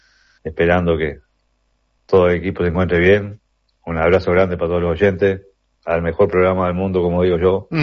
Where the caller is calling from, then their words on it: José Ignacio, Maldonado, Uruguay; de José Ignacio.